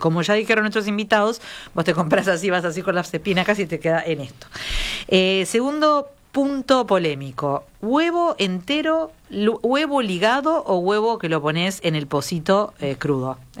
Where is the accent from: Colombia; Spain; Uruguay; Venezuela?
Uruguay; Piriápolis, Maldonado; El de la Rambla de Piriápolis, yo soy de Piriápolis, sí.